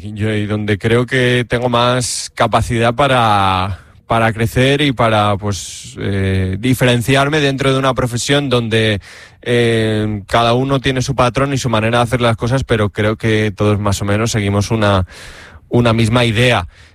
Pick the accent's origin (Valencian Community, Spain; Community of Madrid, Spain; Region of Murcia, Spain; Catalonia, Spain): Community of Madrid, Spain; Villanueva de la Cañada; básicamente mi pueblo es lo que es, que son, bueno, es Villanueva de la Cañada, que está pues a una media hora en coche más o menos del centro de Madrid.